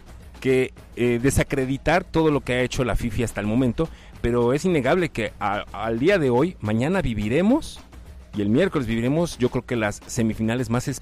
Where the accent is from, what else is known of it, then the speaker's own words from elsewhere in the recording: San Baltasar, Puebla, Mexico; Yo vengo de San Baltasar, sí.